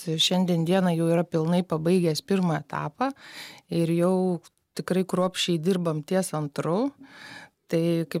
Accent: Klaipėda, Klaipėda County, Lithuania; kaip klaipėdietė

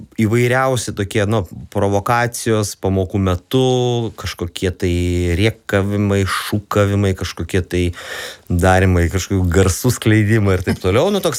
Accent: Vilnius, Vilnius County, Lithuania; o kadangi aš dar esu čia vietinis, aš iš Donelaičio gatvės esu, tai man apskritai Vingio parką

